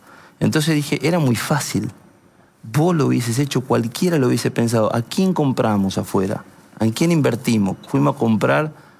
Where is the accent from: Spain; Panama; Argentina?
Argentina; ¿viste cómo somos los argentinos?